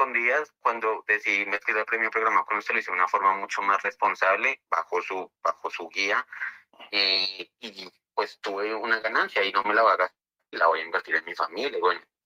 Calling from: Garagoa, Boyacá, Colombia; yo lo estoy llamando acá desde Garagoa, Boyacá

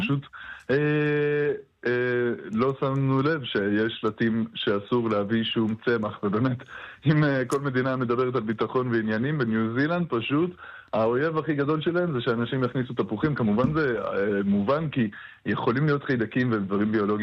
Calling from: Southern District, Israel; אני עכשיו, לא פחות, מחוות נועם במדבר, שזה צימרים מעממים ככה בדרום.

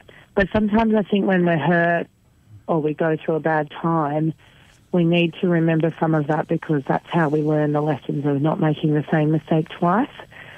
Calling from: Newcastle, New South Wales, Australia; From Newcastle.

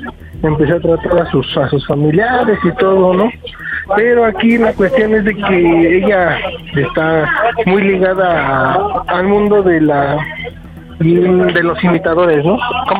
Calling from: Mexico City, Mexico; 33 y aquí de la Venustiano Carranza.

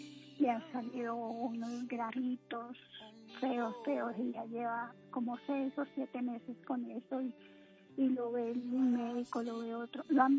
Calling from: Bogotá, Colombia; De aquí en Bogotá

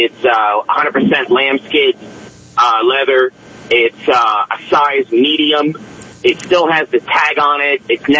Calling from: Baltimore, Maryland, United States; I'm calling from Canton.

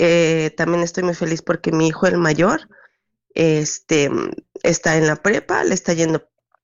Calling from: Mexico City, Mexico; Yo estoy en la Ciudad de México.

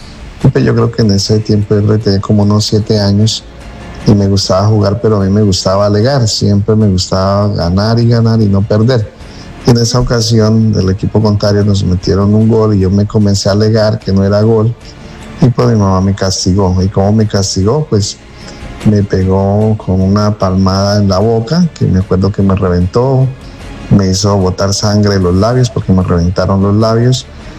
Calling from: Puerto Asís, Putumayo, Colombia; Los escucho desde Puerto Asís, en el Putumayo, acá Putumayo, al sur de Colombia, frontera con el Ecuador.

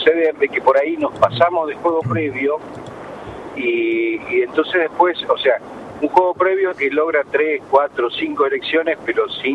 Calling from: interior of Santa Fe province, Santa Fe, Argentina; Del interior de Rosario, o sea, a 200 kilómetros

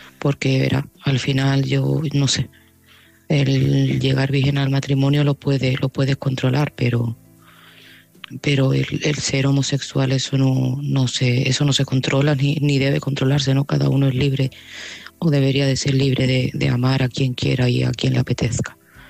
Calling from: Seville, Andalusia, Spain; de Sevilla

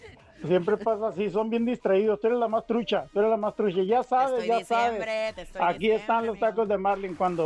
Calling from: Ensenada, Baja California, Mexico; Y somos de Ensenada.

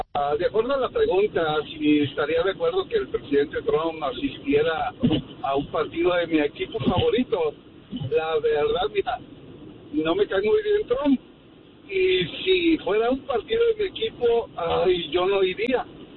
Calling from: Chicago, Illinois, United States; De la ciudad de los vientos, Chicago, Illinois.

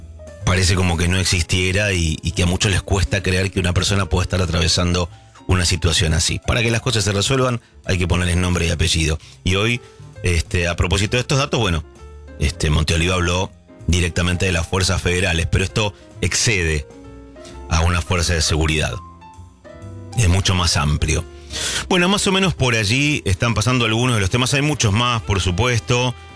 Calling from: Venado Tuerto, Santa Fe, Argentina; de Venado Tuerto, pero en este momento estoy en Londres, Catamarca.

